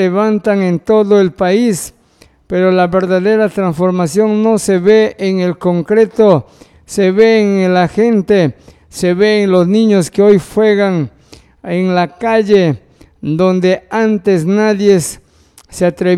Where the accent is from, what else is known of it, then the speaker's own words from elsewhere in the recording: Mexico; Y nosotros como mexicanos, decimos, de corazón al pueblo del Salvador